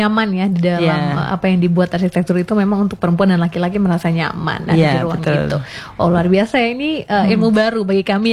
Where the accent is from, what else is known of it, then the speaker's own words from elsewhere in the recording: Sumba, East Nusa Tenggara, Indonesia; Kami terima kasih sebagai orang Sumba.